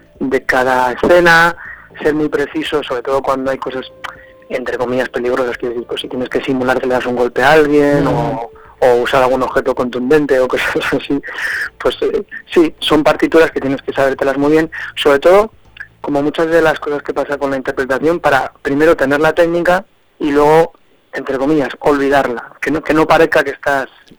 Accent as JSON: {"language": "Spanish", "town": "Logroño", "region": "La Rioja", "country": "Spain", "also_born_or_lived": "Pamplona", "moved": "yes", "said": "yo soy de Logroño."}